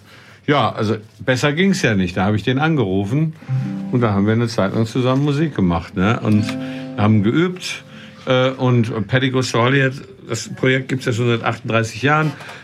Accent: Detmold, North Rhine-Westphalia, Germany; moved away as an adult; now in Frankfurt, Germany; bin ich ja aus Westfalen, ne, aus der Nähe von Bielefeld übrigens, aus Detmold, bin ich dann nach Frankfurt gekommen, ins Rhein-Main-Gebiet.

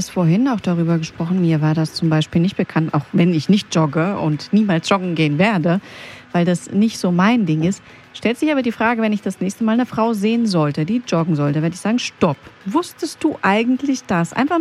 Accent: Greece; moved away; ich komme ja aus Griechenland

